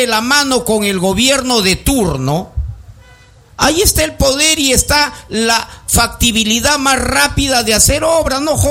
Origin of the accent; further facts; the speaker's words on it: Lambayeque, Peru; mi tierra Lambayeque.